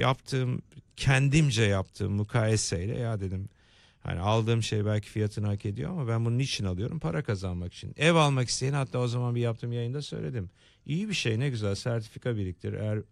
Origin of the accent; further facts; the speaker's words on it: Istanbul, Turkey; born there; Ben bir varoş çocuğuyum, hep bunu söylerim. Zeytinburnu'nda doğdum.